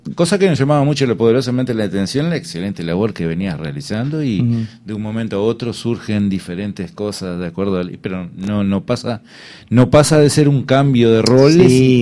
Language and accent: Spanish; Salto, Uruguay; nosotros somos uruguayos, somos salteños, vivimos acá